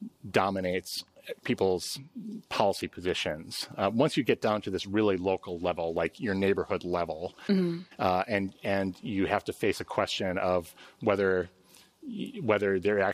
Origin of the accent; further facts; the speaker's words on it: Milwaukee, Wisconsin, United States; if you look at a map of my hometown metropolitan area, Milwaukee, Wisconsin